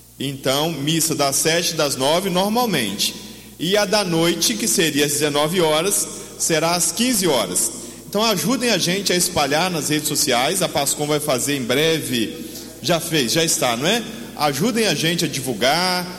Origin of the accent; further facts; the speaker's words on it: Brazil; Então nós somos brasileiros.